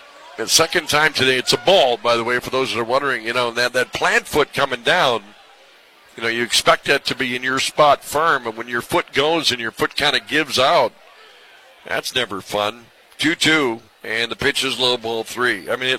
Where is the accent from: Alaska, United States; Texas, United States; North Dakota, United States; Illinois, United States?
North Dakota, United States; Williston; So we've got two guys here from Western Nodak. I grew up in Williston, North Dakota.